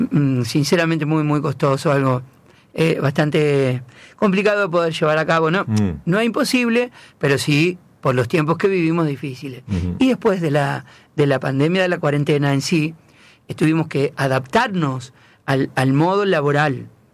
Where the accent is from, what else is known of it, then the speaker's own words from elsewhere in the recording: San Nicolás, Buenos Aires Province, Argentina; cantaba cuando tenía 8 años en una radio AM de mi pueblo natal, de mi ciudad natal, en San Nicolás, la LT24.